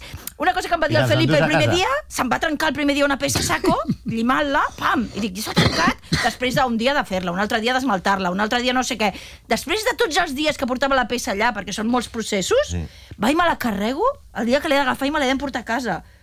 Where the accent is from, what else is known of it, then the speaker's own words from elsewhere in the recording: Barcelona, Catalonia, Spain; Jo vinc de zona alta. Jo baixo, sóc una burgesa, vinc de l'Eixample.